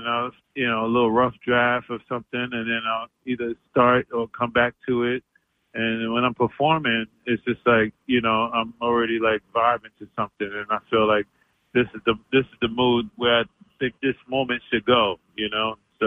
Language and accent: English; New York City, New York, United States; I grew up in New York City, which is, you know, New York City is an eclectic city, a variety of music and food and everything.